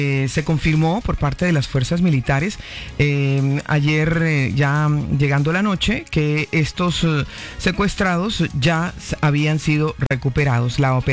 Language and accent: Spanish; Argentina; Lord Víctor, y yo soy argentina. Sí, sí, soy argentina.